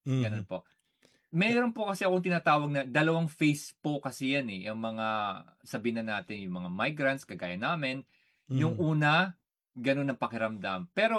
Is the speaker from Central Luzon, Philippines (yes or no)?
no; Jolo, Bangsamoro, Philippines; also born or lived in Quezon City; So I'm originally from Jolo, Sulu. I was born in Quezon City but I was brought up in Jolo, Sulu.